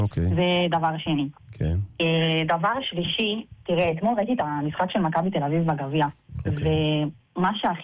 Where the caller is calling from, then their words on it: Central Israel, Israel; אני מהמרכז